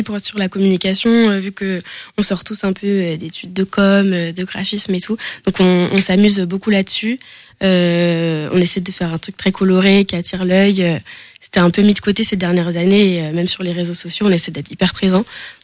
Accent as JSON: {"language": "French", "town": "La Daguenière", "region": "Pays de la Loire", "country": "France", "tie": "born or raised there", "said": "on a grandi avec à la Daguenière"}